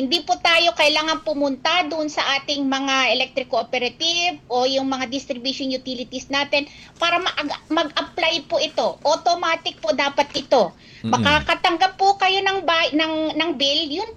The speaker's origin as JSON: {"language": "Tagalog", "region": "Ilocos Region", "country": "Philippines", "said": "Taga Ilocosur po ako. Ilocano po"}